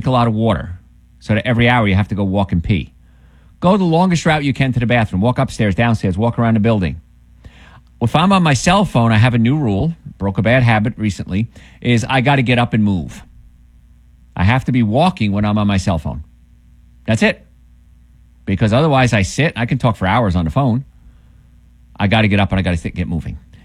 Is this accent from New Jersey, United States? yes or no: yes; New Jersey, United States; I grew up in New Jersey with the Hud